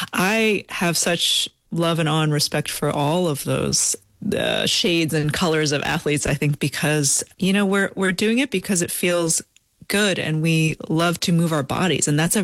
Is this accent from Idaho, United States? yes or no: no; Long Island, New York, United States; born or raised there